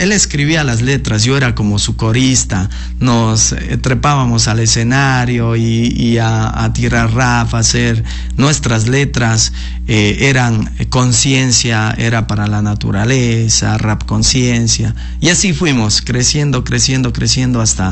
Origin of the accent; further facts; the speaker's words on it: General Leonidas Plaza Gutiérrez, Morona Santiago, Ecuador; moved away as an adult; also born or lived in Playas, Guayas / Quito; now in Macas, Ecuador; yo soy de Limón Indanza, sí. Vivo ya acá en Macas como casi 9 años ya.